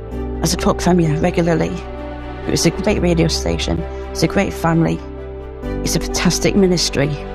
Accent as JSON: {"language": "English", "region": "Yorkshire and the Humber", "country": "United Kingdom", "said": "from Yorkshire."}